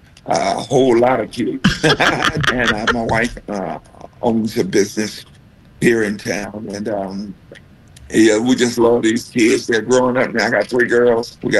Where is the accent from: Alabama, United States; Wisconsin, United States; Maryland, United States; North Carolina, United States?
North Carolina, United States; Charlotte; They were in my hometown in Charlotte.